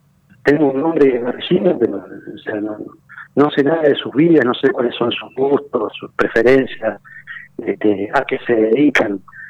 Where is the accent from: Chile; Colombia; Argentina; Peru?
Argentina; porque así somos los argentinos, así grandilocuentes y los mejores del mundo.